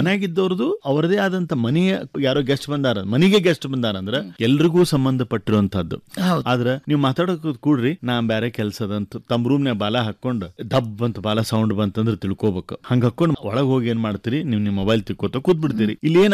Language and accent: Kannada; Hubballi, Karnataka, India; ಊರಿಗೆ ಹುಬ್ಬಳ್ಳಿಗೆ